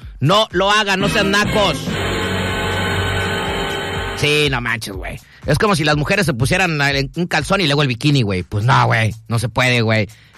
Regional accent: Mexico City, Mexico; yo siendo chilango, en una parte de mi vida cuando yo iba en la secundaria

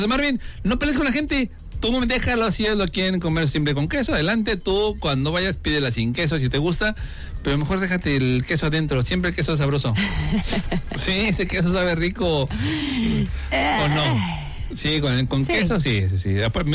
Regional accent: Mexico City, Mexico; now in Cancún, Mexico; Yo soy de Ciudad de México y toda mi vida hemos pedido quesadillas y siempre se especifica si va con queso o sin queso. Pero ahora que vivo en Cancún, vivo con dos roommates que no son de la Ciudad de México

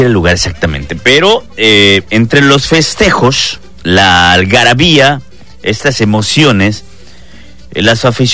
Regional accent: Mexico

